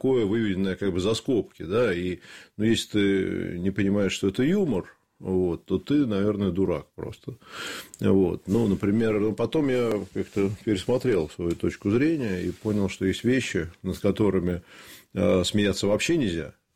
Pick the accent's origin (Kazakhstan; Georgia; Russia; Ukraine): Kazakhstan